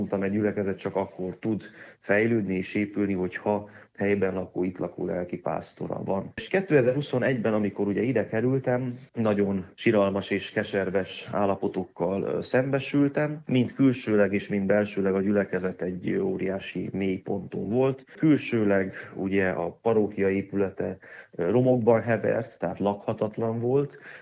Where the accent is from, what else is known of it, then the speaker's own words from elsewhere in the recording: Carei, Satu Mare County, Romania; mivel Bámospécs nincs olyan távol, sem Debrecentől, sem az én szülővárosomtól, Nagykárolytól, tehát így úgy gondoltam, hogy hát miért ne.